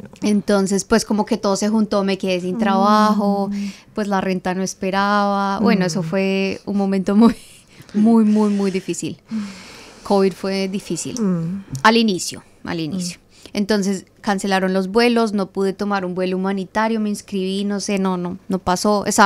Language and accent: Spanish; Colombia; moved away as an adult; now in Australia; Soy colombiana. Yo en Colombia trabajaba en el aeropuerto como asistente de exportaciones